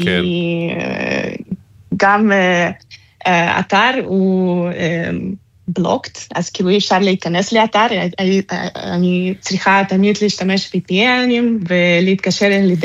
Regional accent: Russia; now in Nuremberg, Germany; אני נמצאת בנירנברג, בבוואריה.

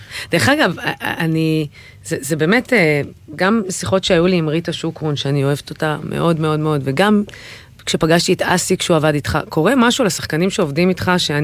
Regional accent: Petah Tikva, Central District, Israel; אצלנו בפתח תקווה יש כוכב.

